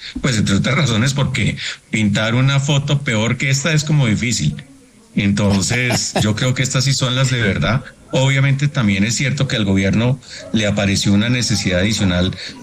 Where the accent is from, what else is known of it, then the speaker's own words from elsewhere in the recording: Colombia; somos todos los colombianos